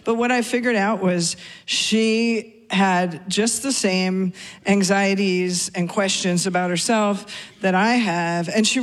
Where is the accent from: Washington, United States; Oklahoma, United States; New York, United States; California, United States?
Washington, United States; Seattle; given just my age when I grew up in Seattle, you know, I was a new wave girl